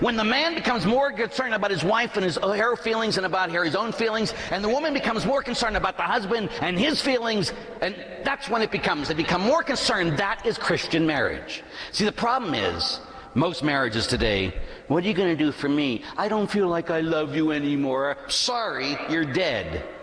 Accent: Pittsburgh, Pennsylvania, United States; born or raised there

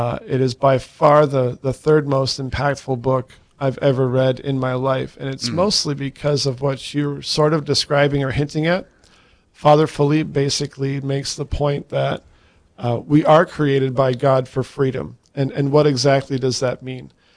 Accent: Jamestown, North Dakota, United States; now in Fargo, United States; I was born and raised in Jamestown, North Dakota, live in Fargo now, and just retired here this year from the National Guard.

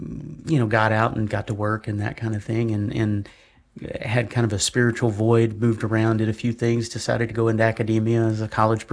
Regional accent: Arkansas, United States; Well, I'm originally from Arkansas, so if you hear a hint of an accent, I can get one in that Moonlight Magnolia Draw going on. So, but no, I was born and raised in the South.

